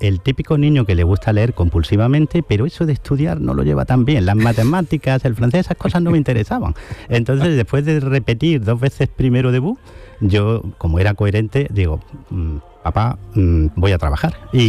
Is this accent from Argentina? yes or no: no; Granada, Andalusia, Spain; yo que soy de Granada